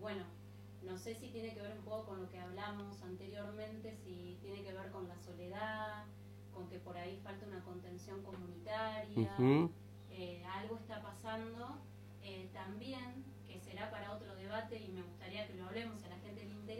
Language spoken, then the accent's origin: Spanish; Buenos Aires, Argentina; moved away; como nosotros, con Juan, que venimos de Buenos Aires, que tenemos otra cultura, otra forma de pensar